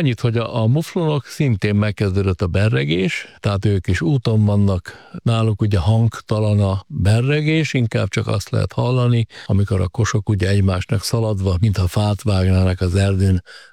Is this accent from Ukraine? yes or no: no; Zagyvaróna, Nógrád, Hungary; Egy szerencsém volt, én Zagyvaron, a Rónabányán nőttem föl, az ottani erdők olyan nyomot hagytak bennem, hogy egy életre szólott.